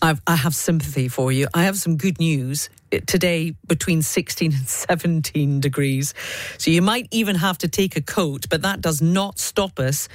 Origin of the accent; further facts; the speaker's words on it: Scotland, United Kingdom; I'm Scottish.